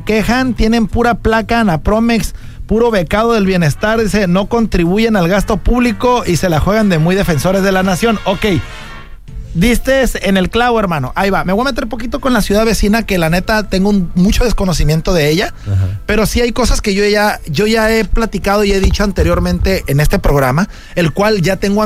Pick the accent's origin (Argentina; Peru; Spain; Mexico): Mexico; now in United States